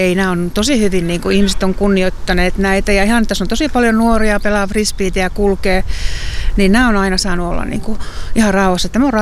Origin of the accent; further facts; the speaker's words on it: Ivalo, Lapland, Finland; mähän olen Lapista kotoisin Ivalosta ja edesmennyt isäni on poromies ollut, metsäsaamelainen